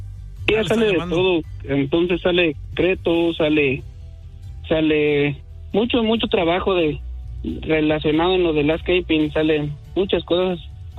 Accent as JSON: {"language": "Spanish", "region": "Guanajuato", "country": "Mexico", "lives_now": "United States", "said": "son los ingenieros de Michoacán y yo soy de Guanajuato, estoy unido con un hermano."}